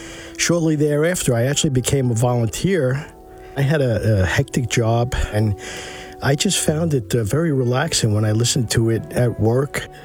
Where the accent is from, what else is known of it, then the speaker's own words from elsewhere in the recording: Charlotte, North Carolina, United States; I'm from Charlotte, North Carolina.